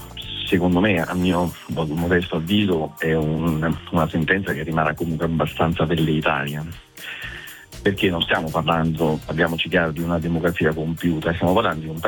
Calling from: Senigallia, Marche, Italy; Chiamo da Senigallia, Ancona.

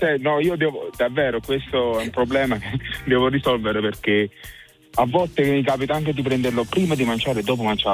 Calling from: Nocera Inferiore, Campania, Italy; Io sono di Nocera Inferiore, provincia di Salerno.

